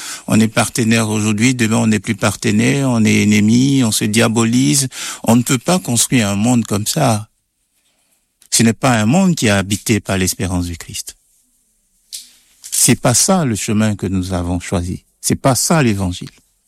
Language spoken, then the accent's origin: French; Côte d’Ivoire; also born or lived in Switzerland; Alors, moi, je suis originaire de la Côte d'Ivoire. Je sais que j'ai exercé comme prêtre en Afrique. Je fais plusieurs pays en Afrique. Et puis, j'ai exercé comme prêtre ici. J'ai fait mes études en Suisse.